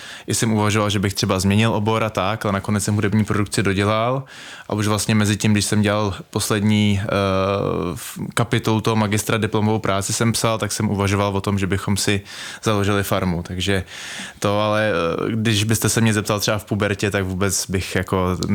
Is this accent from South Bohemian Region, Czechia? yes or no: yes; Kožlí, South Bohemian Region, Czechia; also born or lived in Písek; Já jsem z Kožlí u Orlíka, malý vesničky, asi 40 obyvatel, ale taky jsem jakoby vlastně městský člověk, hodně jsme jezdili do Prahy, do Písku jsem pak chodil na gymnázium, takže byl jsem jako blízko navázaný na město